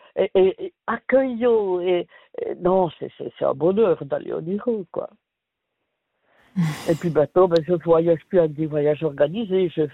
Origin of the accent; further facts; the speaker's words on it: La Chaux-de-Fonds, Neuchâtel, Switzerland; born there; now in Neuchâtel, Switzerland; Mais je suis née à la Chaux-de-Fonds quand même.